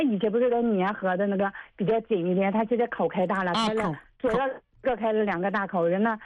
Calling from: Jincheng, Shanxi, China; 山西晋城

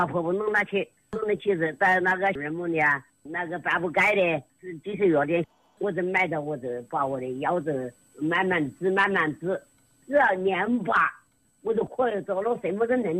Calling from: Yunmeng, Hubei, China; 我是云梦嘛。

